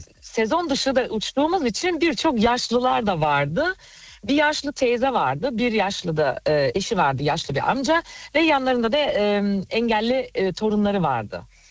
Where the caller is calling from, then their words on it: Friedberg, Hesse, Germany; Friedberg'den.